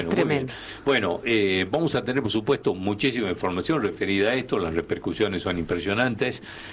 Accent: Argentina

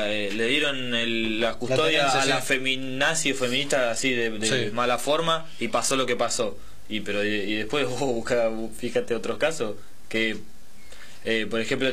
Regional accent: Florencio Varela, Buenos Aires Province, Argentina; yo soy de Varela

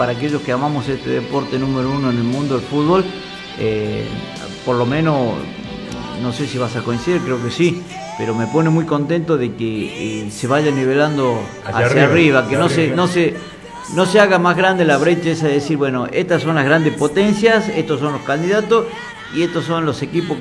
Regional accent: Argentina; como argentino, por supuesto

